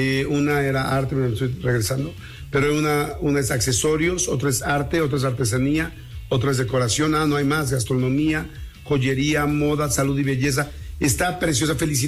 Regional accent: Mexico; y yo como mexicano digo, oye, yo quiero comprar algo, claro, de mis artesanos

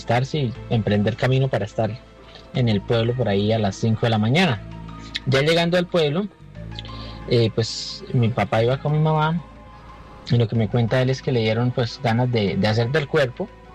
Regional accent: Santander, Colombia; Nosotros somos de Santander. Y pues crecimos en el campo. Tenemos una finca y todos los domingos se madruga a la plaza a vender.

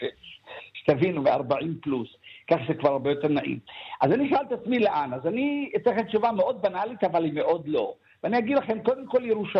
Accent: Ramla, Central District, Israel; גם אני בילדותי ברמלה בבית הורה, העלנו פתח ביצוק במרפסת, שהיה מכוסה כל השנה

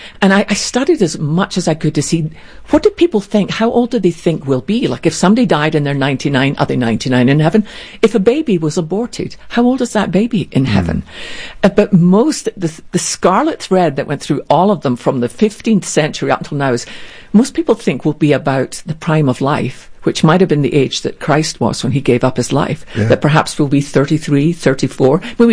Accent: Scotland, United Kingdom; when I was growing up in Scotland at our little church, I loved our Tuesday night prayer meeting.

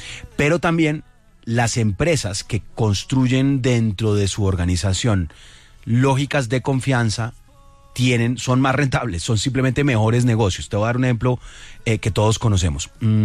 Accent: Colombia; nuestra identidad común como colombianos

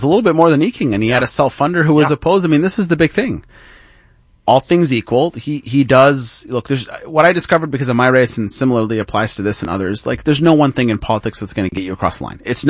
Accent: Arizona, United States; I grew up in the East Valley and did quite a bit of politics out there

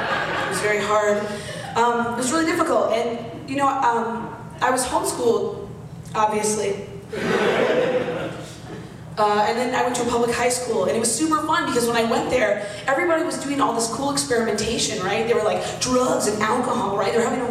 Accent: Arizona, United States; I was raised in Arizona

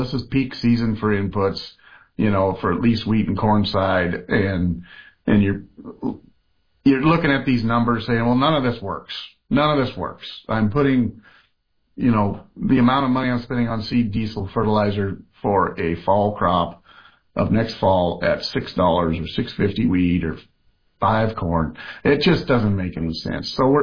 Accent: Oregon, United States; I'm from Oregon, so I mean, we're expecting them to not let us do that in the first place.

